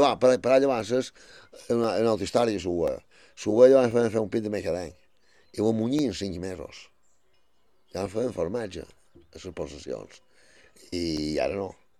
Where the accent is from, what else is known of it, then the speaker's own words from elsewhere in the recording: Balearic Islands, Spain; born there; vaig néixer a Faradió, a Sant Triau, en el barri de Sant Maixida. Això està ara anant cap a Campos, hi ha un desvió a la dreta, i és 4 quilòmetres a Sant Triau